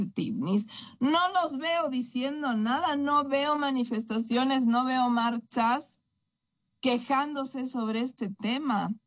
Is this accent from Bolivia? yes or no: yes; Bolivia; Estábamos hablando de que este 6 de agosto no hemos tenido nada que festejar como bolivianos y bolivianas